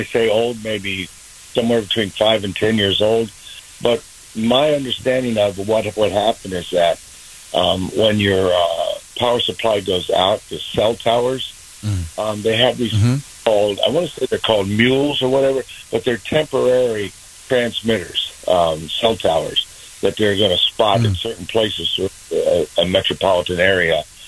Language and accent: English; Virginia, United States; moved away; I retired and moved back to my home where I grew up in Virginia.